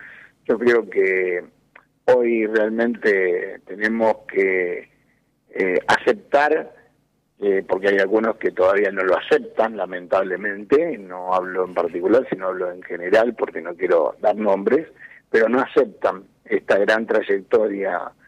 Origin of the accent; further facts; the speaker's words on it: Argentina; que esto haya servido para unirnos como argentinos, creo que es algo muy importante.